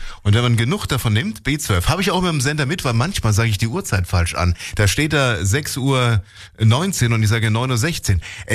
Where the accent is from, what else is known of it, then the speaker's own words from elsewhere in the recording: Saxony, Germany; accent: Saxon; auch unser sächsischer Dialekt soll helfen, schlauer zu werden.